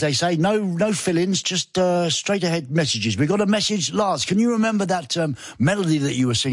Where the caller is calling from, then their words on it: Heidelberg, Baden-Württemberg, Germany; I'm listening from Heidelberg in Baden-Württemberg.